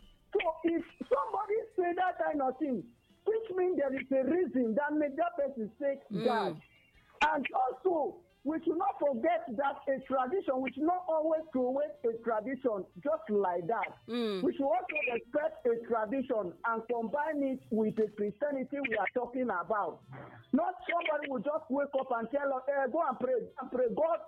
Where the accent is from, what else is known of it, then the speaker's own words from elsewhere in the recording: Cross River, Nigeria; I'm from Cross River.